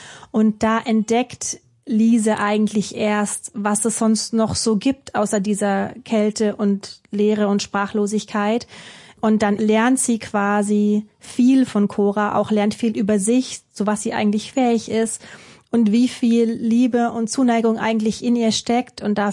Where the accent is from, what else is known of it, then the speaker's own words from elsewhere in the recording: Baden-Württemberg, Germany; meine Heimat ist so Baden-Württemberg. Ich bin da geboren, aufgewachsen an verschiedenen Orten